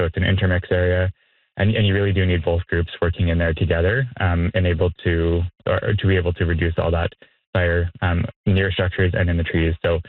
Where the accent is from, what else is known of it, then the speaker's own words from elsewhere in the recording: British Columbia, Canada; Yeah, so I'm from British Columbia, part of the BC Wildfire Service, and it's something that we've used quite extensively in our province